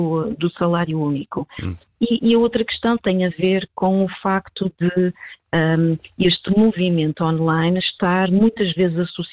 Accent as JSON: {"language": "Portuguese", "country": "Portugal"}